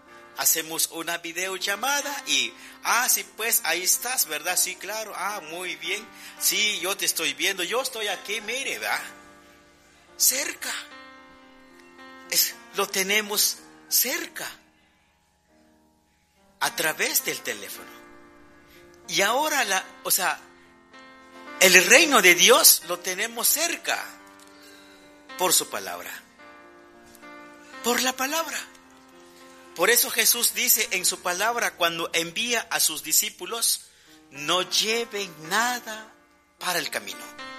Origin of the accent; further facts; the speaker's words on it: Alta Verapaz, Guatemala; los que somos de Alta Verapaz.